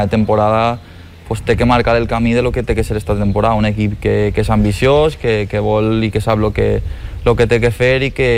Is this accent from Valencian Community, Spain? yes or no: yes; Valencian Community, Spain; Pues és una responsabilitat molt bonica, perquè al final estem representant a molta gent